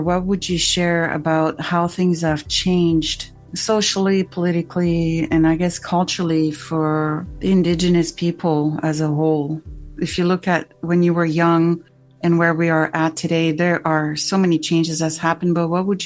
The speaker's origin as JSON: {"language": "English", "town": "Montreal", "region": "Quebec", "country": "Canada", "said": "And I'm from Montreal, Quebec, so that's a whole different ball game altogether."}